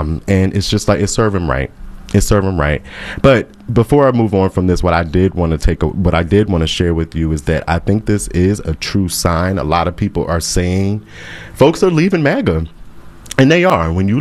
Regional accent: Maryland, United States; Maryland, my home state.

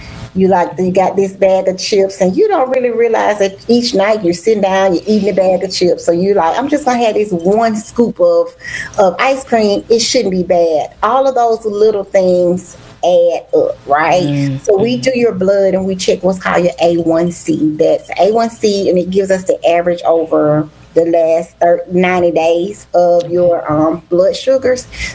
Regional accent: Alabama, United States; I'm from Alabama, so we are big on tea, okay?

